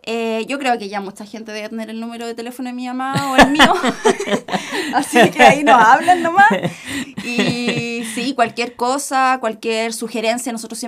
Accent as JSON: {"language": "Spanish", "country": "Chile", "said": "Por supuesto que sí, y estamos todos como chilenos muy agradecidos."}